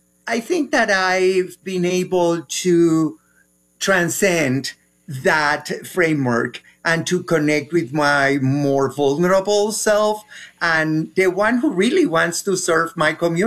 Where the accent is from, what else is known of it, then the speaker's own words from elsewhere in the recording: Colombia; moved away as an adult; now in United States; Well, I'm from Colombia, and I came to the U.S. when I was already 41